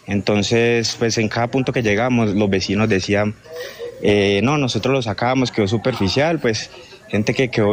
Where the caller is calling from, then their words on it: Cali, Valle del Cauca, Colombia; soy rescatista de la Defensa Civil y estoy ubicado en Cali en este momento.